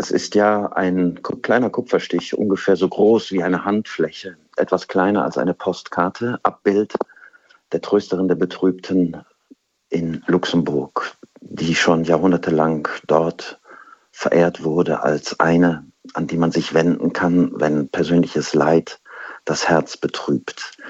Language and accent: German; Kevelaer, North Rhine-Westphalia, Germany; Damit bin ich groß geworden, das wurde schon gesagt, in Kevela. Und eigentlich hat mich das in meiner Jugend ein bisschen genervt, weil ich bin an der Hauptstraße groß geworden.